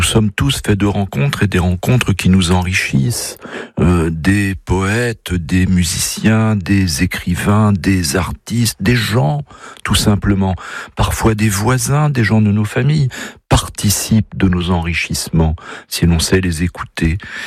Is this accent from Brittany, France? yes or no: yes; Brittany, France